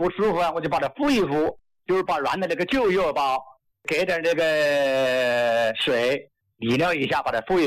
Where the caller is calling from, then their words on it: Anlu, Hubei, China; 我是安陆本市的人。